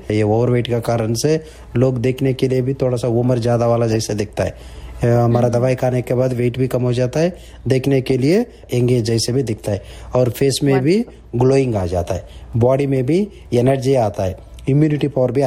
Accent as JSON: {"language": "Hindi", "region": "South India", "country": "India", "lives_now": "Canada", "said": "मैं south India से हूँ."}